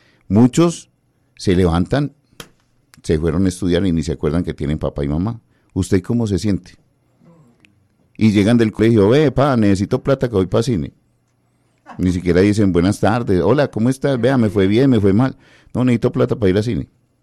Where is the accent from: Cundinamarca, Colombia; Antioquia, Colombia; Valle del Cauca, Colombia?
Antioquia, Colombia; eso nos identifica a nosotros como antioqueños.